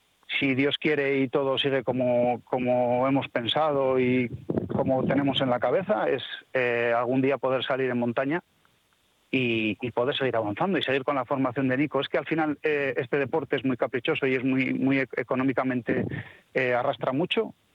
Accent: Basque Country, Spain; En el País Vasco seguimos sin tener absolutamente nada de karting

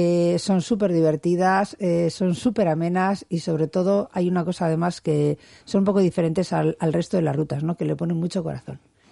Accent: Basque Country, Spain; soy buena vasca

